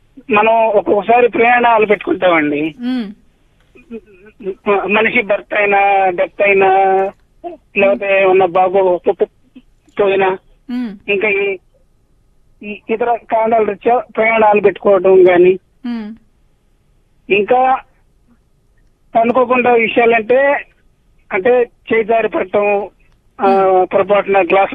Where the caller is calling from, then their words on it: Guntur, Andhra Pradesh, India; నేను గుంటూరు నుంచి … మాట్లాడుతున్నానండి.